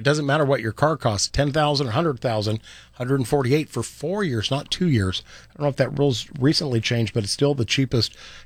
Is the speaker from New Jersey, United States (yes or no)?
no; Medford, Oregon, United States; I grew up in Southern Oregon, and we had the Medford A's.